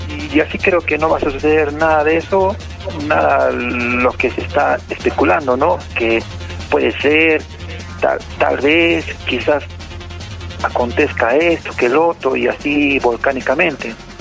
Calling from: Peru; Esperemos pues que nos unamos, ¿no?, como peruanos

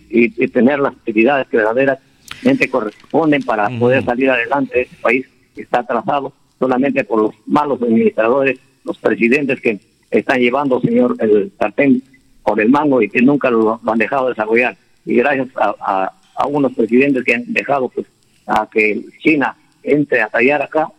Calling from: Peru; nosotros los peruanos no somos para ser subordinados por ningún país

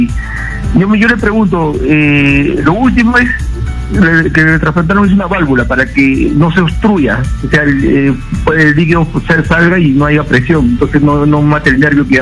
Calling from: Lima, Peru; soy de San Juan de Lurigancho.

